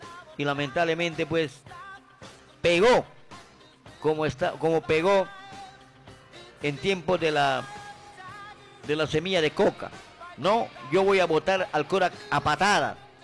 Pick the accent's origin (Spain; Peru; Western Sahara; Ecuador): Peru; Así somos los peruanos.